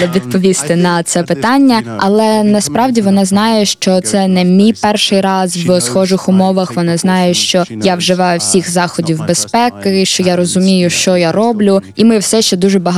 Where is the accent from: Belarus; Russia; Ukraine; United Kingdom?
United Kingdom; Ukrainian is a second language; moved away as an adult; now in United States; Я маю дуже багато любові саме до Британії, бо я зростав у цьому контексті, і дуже багато речей ставалося саме у цьому контексті. Я ідентифікую себе більше з Британією, але зараз я живу в Сполучених Штатах, тому що там моя дружина.